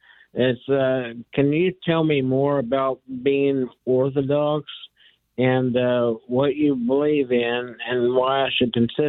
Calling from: Oklahoma City, Oklahoma, United States; I'm calling from Oklahoma City.

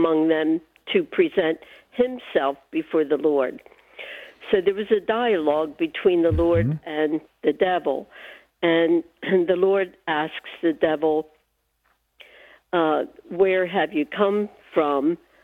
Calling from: Baltimore, Maryland, United States; Well, I'm from the Annunciation Cathedral in Baltimore, Maryland.

